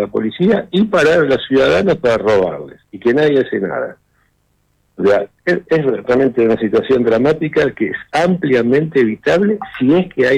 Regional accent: Argentina; bueno, pará, nosotros somos argentinos, pagamos los impuestos

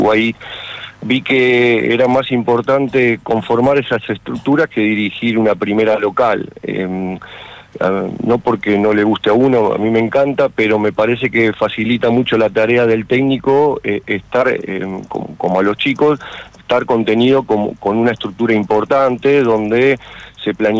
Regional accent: Mar del Plata, Buenos Aires Province, Argentina; Sí, yo en las mejores instituciones soy de Mar del Plata, por supuesto que esto lo hacen

